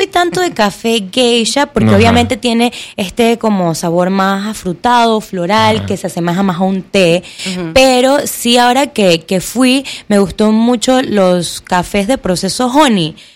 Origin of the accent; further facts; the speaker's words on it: Panama; Yo tengo ya 7 años de estar trabajando aquí, yo soy panameña, también me preguntan bastante, yo soy panameña, soy artista plástica de tiempo completo